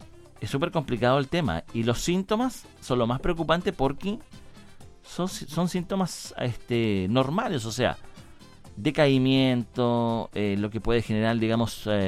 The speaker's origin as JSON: {"language": "Spanish", "country": "Chile"}